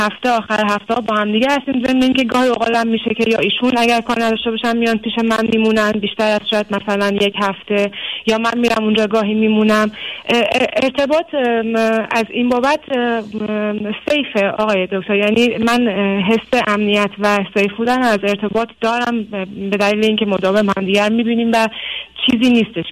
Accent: Iran; moved away as an adult; من 33 سالمه آقای دکتر. از سال 2019 از ایران به طور غیرقانونی مهاجرت کردم

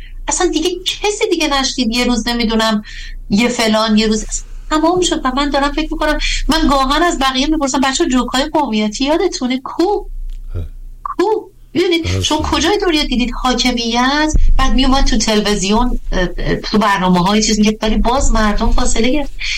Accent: Iran; چون من ایرانیم

